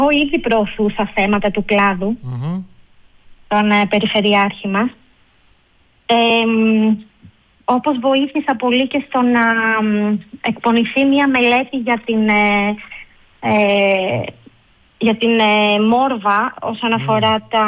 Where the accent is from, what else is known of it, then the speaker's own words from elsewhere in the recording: Kastoria, Western Macedonia, Greece; born there; moved away as an adult; μου δόθηκε η ευκαιρία να γυρίσω στην πόλη μου.